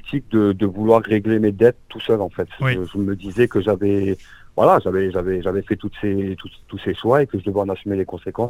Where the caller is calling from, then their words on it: Grand Est, France; Je suis en Alsace-Moselle.